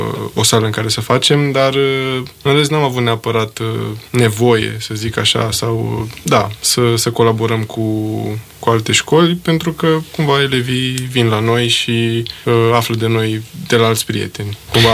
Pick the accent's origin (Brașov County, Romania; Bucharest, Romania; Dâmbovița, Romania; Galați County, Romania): Bucharest, Romania; eu sunt din București